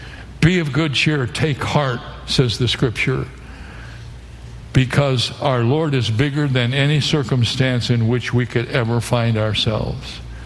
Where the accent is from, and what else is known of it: Ohio, United States; born or raised there